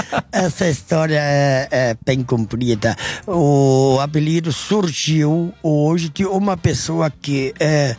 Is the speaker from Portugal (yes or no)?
no; Bom Princípio, Rio Grande do Sul, Brazil; born there